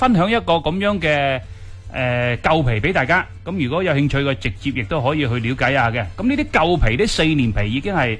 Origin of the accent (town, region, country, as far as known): Guangdong, China